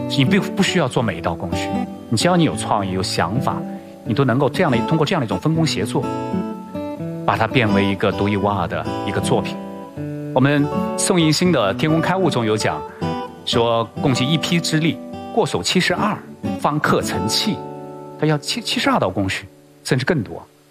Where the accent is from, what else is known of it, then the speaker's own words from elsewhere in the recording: Jingdezhen, Jiangxi, China; 我看这五王庙，我小时候在这里